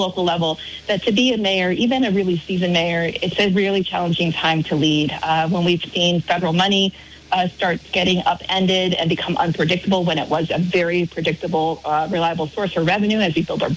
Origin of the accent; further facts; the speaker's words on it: Barre, Vermont, United States; now in Burlington, United States; I grew up in Vermont.